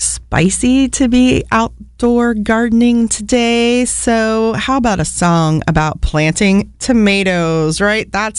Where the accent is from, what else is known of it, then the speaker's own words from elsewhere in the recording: New Castle, Pennsylvania, United States; if you grew up around the Youngstown area, which I did. I actually grew up just across the border in Newcastle. Happy to be on the airwaves in my hometown. … your host